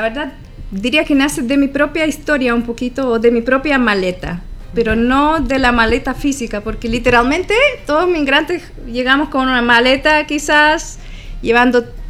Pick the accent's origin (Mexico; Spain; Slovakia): Slovakia; Spanish is a second language; moved away as an adult; now in Chile; yo creo que somos 20 eslovacos hoy en día que vivimos en Chile.